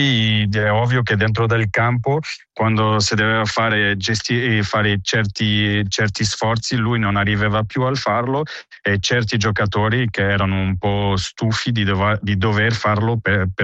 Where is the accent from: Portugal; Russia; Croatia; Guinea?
Portugal